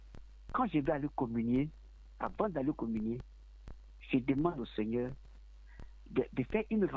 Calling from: Abidjan, Côte d’Ivoire; De Yopougon, kilomètre 17.

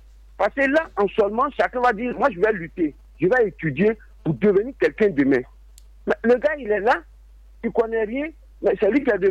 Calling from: Côte d’Ivoire; Aujourd'hui, on vit dans une situation que il n'y a pas de mérite en Côte d'Ivoire.

